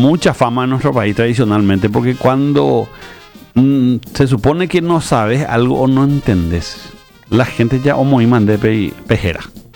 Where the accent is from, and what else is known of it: Paraguay